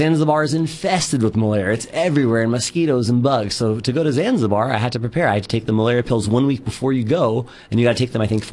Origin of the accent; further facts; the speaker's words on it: United States; I'm from America and I love the U.S. and I'm proud to be American.